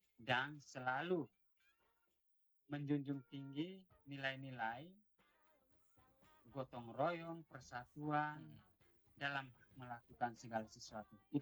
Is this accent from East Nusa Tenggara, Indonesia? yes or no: yes; East Nusa Tenggara, Indonesia; Nah, satu tantangan terbesar juga kebiasaan kita orang Dawan Timur, khususnya dalam hal ini dari mohon maaf dari kota ya Kepa